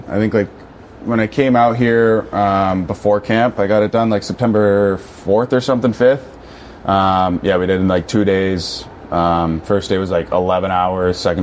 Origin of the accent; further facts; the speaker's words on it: Carp, Ontario, Canada; Oh, Carp. No, I'm from Carp. Nobody knows Carp, though.